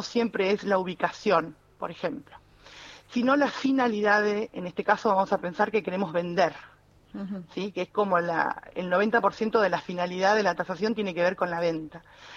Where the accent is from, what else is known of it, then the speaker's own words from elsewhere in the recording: Mar del Plata, Buenos Aires Province, Argentina; yo que vengo de Mar del Plata, para mí es muy importante también